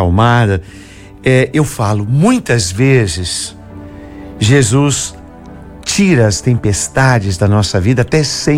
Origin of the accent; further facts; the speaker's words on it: Juiz de Fora, Minas Gerais, Brazil; moved away; O meu coterrâneo lá de Juiz de Fora, o Ademar da Costa, tá falando lá da minha cidade natal